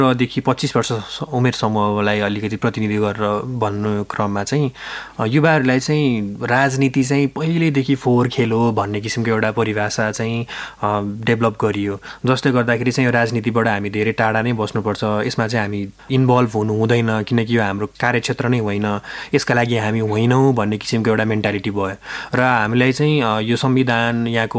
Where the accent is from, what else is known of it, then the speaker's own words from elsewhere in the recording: Tamghas, Lumbini Province, Nepal; moved away; मेरो बाल्यकाल चाहिँ गुल्मीको सदरमुकाम तमगासमा बित्यो।